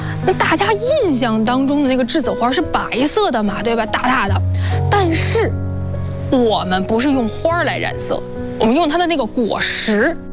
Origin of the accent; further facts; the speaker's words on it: Beijing, China; 我是因为从小在北京长大，